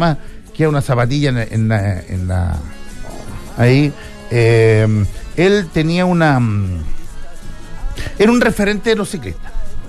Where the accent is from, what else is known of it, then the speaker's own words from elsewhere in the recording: Catemu, Valparaíso, Chile; Hola, soy de Catemu.